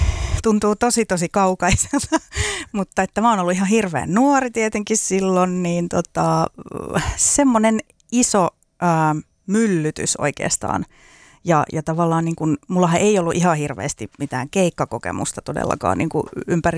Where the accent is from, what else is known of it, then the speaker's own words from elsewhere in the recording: Harjavalta, Satakunta, Finland; moved away; Harjavallassa siksi, koska olen sieltä kotoisin ja se on myös Harjavalta-salissa, eli siellä mä oon ekat kerrat yläasteella laulanut